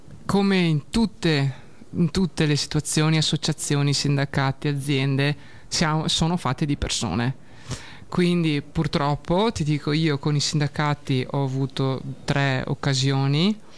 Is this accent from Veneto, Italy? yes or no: yes; Veneto, Italy; Giustissimo, no? Okay. Veneta doc.